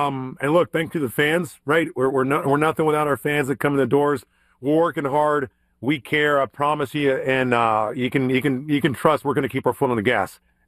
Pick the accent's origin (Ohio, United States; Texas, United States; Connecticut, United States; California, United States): Texas, United States; I'm from Texas. They used to call it the Texas New Year, right?